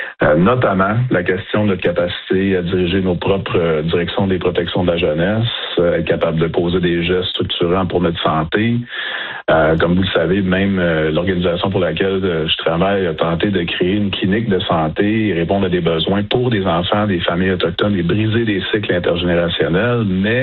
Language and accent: French; Kanesatake, Quebec, Canada; à pouvoir me présenter comme Première Nation plus jeune avec tout le passé de ma communauté, puisque je viens de Ganesetaghe.